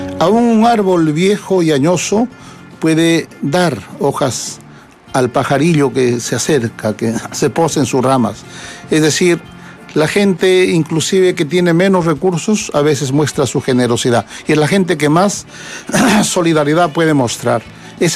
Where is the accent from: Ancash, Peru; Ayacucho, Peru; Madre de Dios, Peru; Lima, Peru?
Ayacucho, Peru; Coracora; moved away; Estuve en Coracora en las fiestas agostinas de la fiesta de la Mamacha de las Nieves. Yo siempre voy a mi tierra.